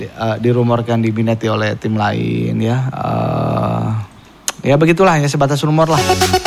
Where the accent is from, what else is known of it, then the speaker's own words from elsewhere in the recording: West Java, Indonesia; sebagai warga Jawa Barat, sebagai Boboto